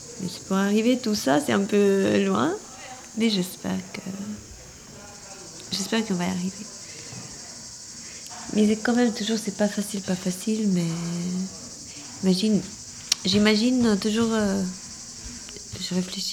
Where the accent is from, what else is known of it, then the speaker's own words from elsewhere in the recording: Albania; French is a second language; now in France; Oui, mais je suis venue de l'Albanie.